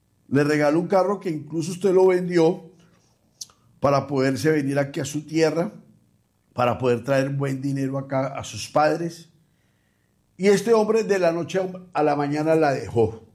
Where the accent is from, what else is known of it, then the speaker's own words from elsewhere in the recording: Mexico; moved away; de mi tierra, de México